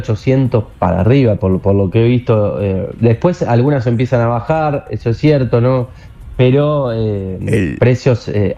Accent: Argentina

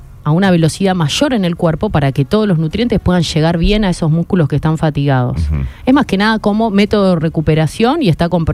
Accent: Argentina; Pero siempre contemplando que somos argentinos, que nos gusta la comida, que nos gusta celebrar.

